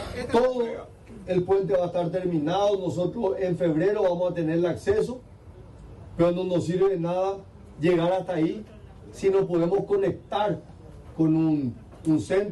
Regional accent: Paraguay; hoy vengo como paraguayo feliz, emocionado.

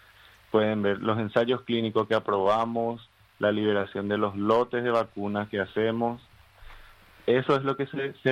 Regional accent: Paraguay; como paraguayos tenemos que sentirnos muy orgullosos por este logro

